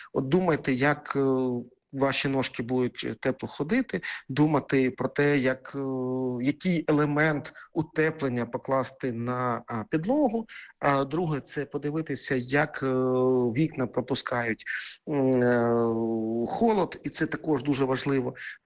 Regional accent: Kharkiv, Kharkiv Oblast, Ukraine; now in Kyiv, Ukraine; я з Харкова, але живу в Києві.

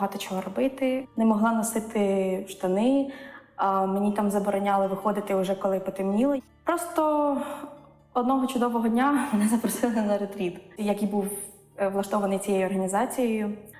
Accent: Liubashivka, Odesa Oblast, Ukraine; Взагалі, я народилася в селищі Любашівка. Я росла в багатодітній родині, а нас 7 мами.

